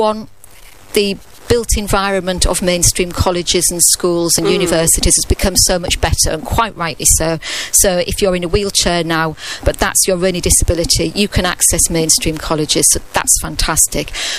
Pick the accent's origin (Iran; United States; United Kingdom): United Kingdom; Hull, Yorkshire and the Humber; now in Cheltenham, United Kingdom; I think I've mentioned I come from Hull, and I've lived in Cheltenham for nearly 20 years, and I still have all my family in Hull